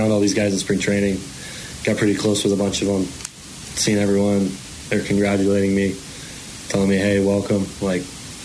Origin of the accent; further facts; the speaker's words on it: Oxford, Mississippi, United States; I'm from Oxford. I went to high school in Senatobia, Mississippi. I'm from Oxford, Mississippi.